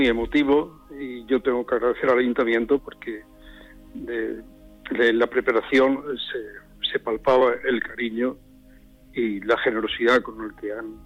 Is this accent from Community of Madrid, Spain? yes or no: no; Vera, Andalusia, Spain